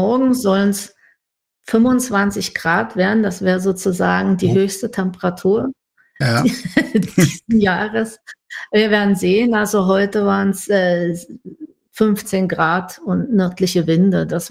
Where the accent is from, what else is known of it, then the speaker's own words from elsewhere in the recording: Halle, Saxony-Anhalt, Germany; moved away as an adult; now in Sweden; ich bin aus Halle, Hallenserin.